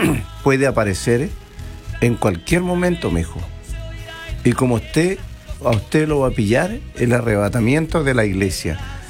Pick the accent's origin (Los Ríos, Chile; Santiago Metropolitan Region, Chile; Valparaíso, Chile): Los Ríos, Chile; Río Bueno; compañero de trabajo unionino, río buenino. Estoy trabajando en la Unión